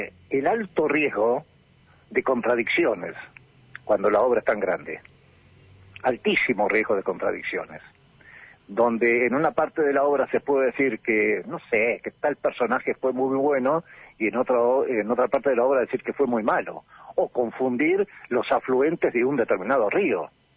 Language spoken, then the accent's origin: Spanish; Bahía Blanca, Buenos Aires Province, Argentina; now in Patagonia, Argentina; Soy patagónico por adopción, llegué en el año 78 de Bahía Blanc